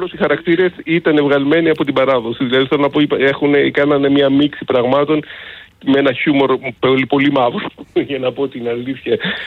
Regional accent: Kavala, Eastern Macedonia and Thrace, Greece; moved away; Εγώ είμαι από Καβάλα, ναι, έχω ζήσει στην Καβάλα τα παιδικά μου και τα εφηβικά μου χρόνια. Έφυγα από την Καβάλα το 1993 που βρέθηκα στη Θεσσαλονίκη

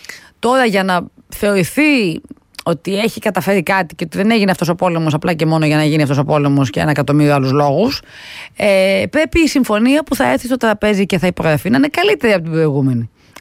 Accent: Lefkada, Ionian Islands, Greece; Σήμερα και αύριο γιορτάζει το νησί μου, η πατρίδα μου, η Λευκάδα.

